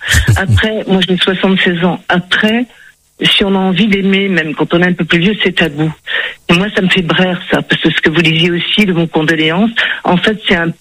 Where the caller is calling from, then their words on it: Nouvelle-Aquitaine, France; je suis de la Charente